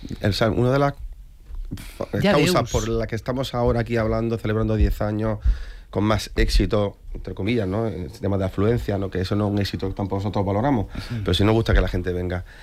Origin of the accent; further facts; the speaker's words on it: Córdoba, Andalusia, Spain; moved away; yo soy de Córdoba, natural de Córdoba, aunque llevo aquí más de 20 años viviendo